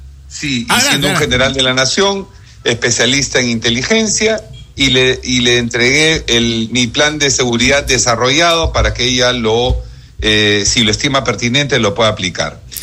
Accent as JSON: {"language": "Spanish", "country": "Peru", "said": "simplemente soy un peruano más"}